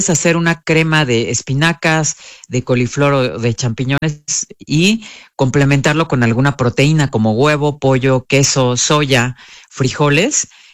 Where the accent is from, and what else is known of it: Mexico